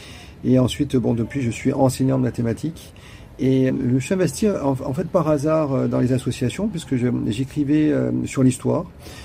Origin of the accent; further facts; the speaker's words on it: Auvergne-Rhône-Alpes, France; Alors, comme je suis originaire d'Ardèche, donc j'y allais très souvent, je passais toutes mes vacances, tous les week-ends là-bas.